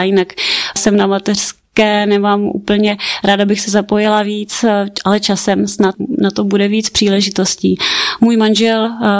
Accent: Hradec Králové, Hradec Králové Region, Czechia; přijel k nám do města, do Hradce Králové, a pocházím z Hradce Králové

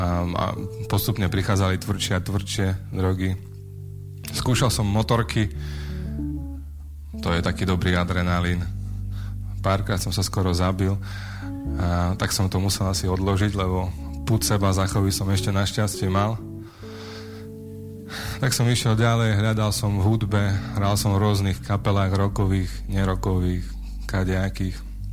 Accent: Košice, Košice Region, Slovakia; Narodil som sa v Košiciach. Bývam v okolí Košic, v Bidovciach.

